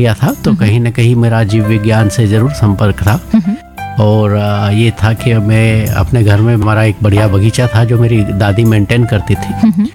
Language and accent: Hindi; Ujjain, Madhya Pradesh, India; now in Udaipur, India; और मैं मूलतः उज्जैन शहर का रहने वाला हूँ।